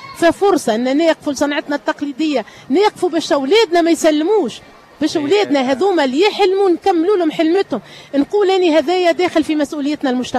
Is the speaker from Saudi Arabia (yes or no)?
no; Tunisia; ما نكبروا كان ببعضنا التوانسة